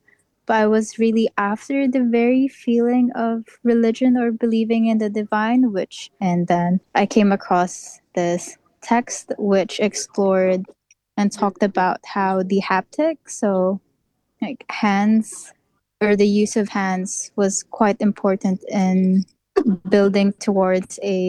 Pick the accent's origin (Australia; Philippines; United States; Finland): Philippines; now in New Zealand; my own upbringing in a Catholic country because I come from the Philippines.